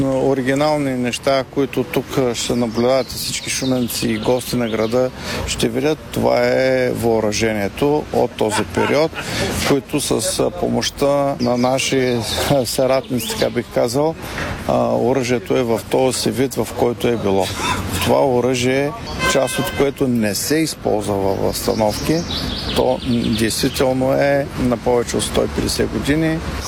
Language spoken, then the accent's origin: Bulgarian; Shumen, Shumen Province, Bulgaria; И като шуменци сме длъжни да отдадем почет на Панайот Волов.